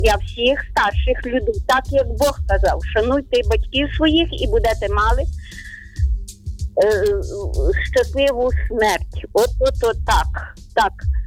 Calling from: Ternopil Oblast, Ukraine; Я з України. Тернопільщина

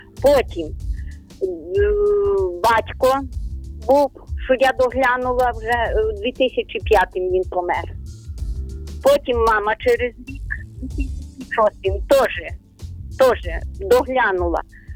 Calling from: Ternopil Oblast, Ukraine; Я із України. Тернопільщина

